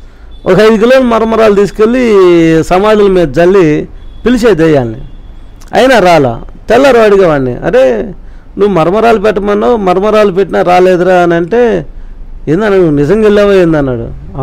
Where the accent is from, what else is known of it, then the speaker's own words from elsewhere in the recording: Nidubrolu, Andhra Pradesh, India; మా ఊరు శశానం ఉండే, నిడుబ్రోల శశానం